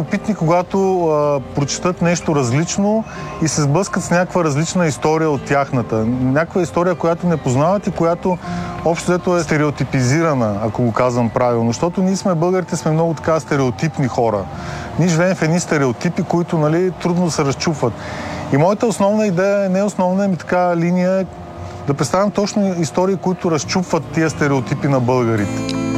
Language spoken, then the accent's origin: Bulgarian; Burgas, Burgas Province, Bulgaria; born there; also born or lived in Ruse; now in Sofia, Bulgaria; роден съм в Бургас, живял съм в Русе и дойдох в София.